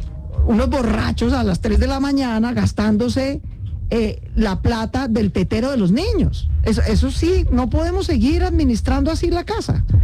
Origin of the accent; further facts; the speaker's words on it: Colombia; si algo somos los colombianos, somos unos berraquitos para trabajar.